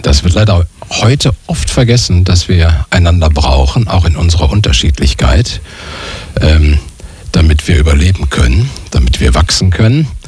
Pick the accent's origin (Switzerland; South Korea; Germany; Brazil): Germany; Wuppertal, North Rhine-Westphalia; ich komme aus Wuppertal